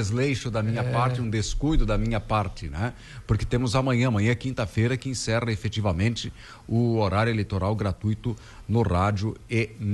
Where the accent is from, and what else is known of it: Brazil; first language Portuguese